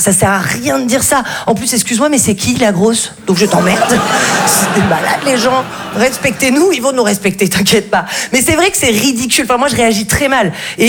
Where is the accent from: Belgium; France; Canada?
France; Val-de-Blore, Provence-Alpes-Côte d'Azur; là d'où je viens, c'était assez compliqué les trajets en ambulance, parce que moi, je viens d'un tout petit village qui s'appelle Val-de-Blore.